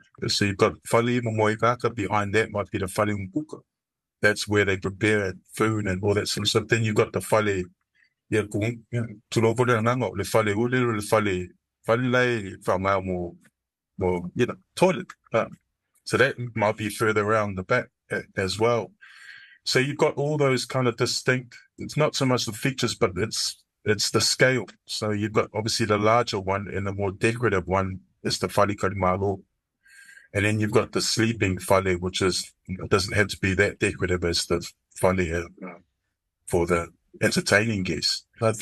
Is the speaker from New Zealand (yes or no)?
yes; Auckland, New Zealand; So I was born in South Auckland, Otago, and we grew up in a flat.